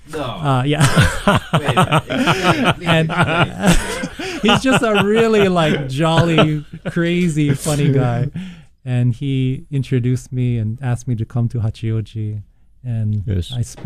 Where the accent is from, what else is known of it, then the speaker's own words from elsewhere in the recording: Hawaii, United States; I grew up in Hawaii, and that was already a place like where you were seeing a lot of like Asian traditions, puppetry, shadow puppetry from Indonesia.